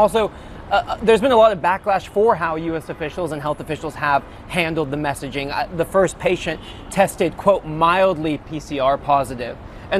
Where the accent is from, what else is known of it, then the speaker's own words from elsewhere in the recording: United States; being an American